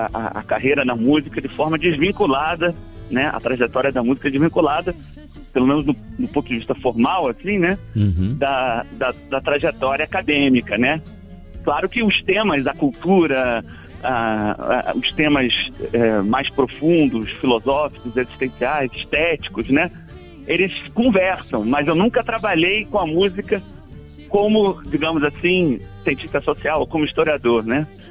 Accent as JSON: {"language": "Portuguese", "region": "Rio de Janeiro", "country": "Brazil", "tie": "born or raised there", "moved": "yes"}